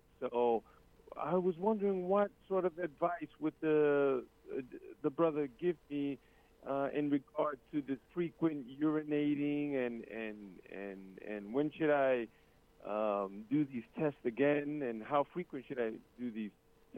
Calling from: New Jersey, United States; I'm calling in from North Berkeley, New Jersey.

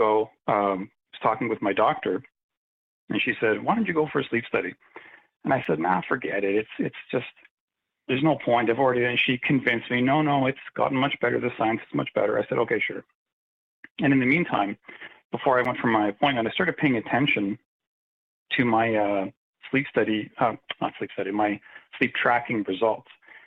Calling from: Ontario, Canada; I'm calling from Ontario, Canada.

